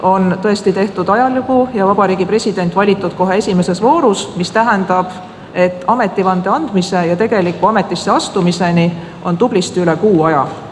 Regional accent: Southern Estonia, Estonia; kuigi ma kasvasin Lõuna-Eestis ja selle tõttu ma kahjuks soome keelt ei valda.

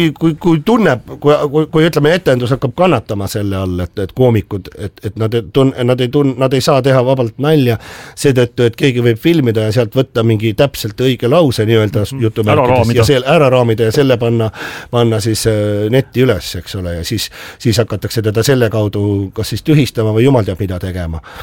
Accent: Tallinn, Harju County, Estonia; born there; mina olen tegelikult praktiliselt selle maja naaber sünnipäraselt, et ma olen ju seal Hiiu pubi vastas on lillepoekane koheline maja, see on minu sünnikodu seal.

